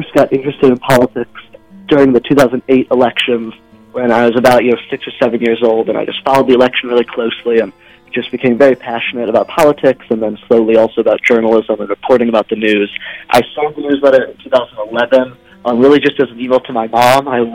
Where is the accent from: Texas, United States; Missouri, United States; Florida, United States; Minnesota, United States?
Missouri, United States; St. Louis; now in Washington, United States; St. Louis, Missouri.